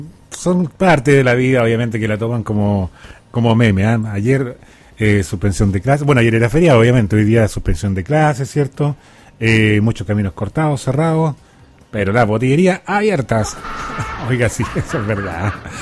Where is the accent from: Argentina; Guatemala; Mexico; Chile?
Chile; Así somos los chilenos